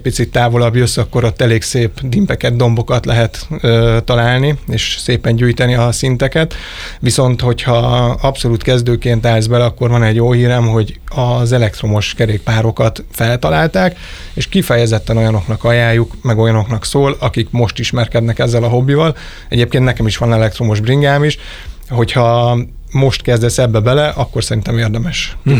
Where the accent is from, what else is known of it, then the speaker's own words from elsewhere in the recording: Lake Balaton, Hungary; mivel a Balatonnál nőttem fel, ott valaki vagy mezőgazdasággal, vagy turizmussal kezd el foglalkozni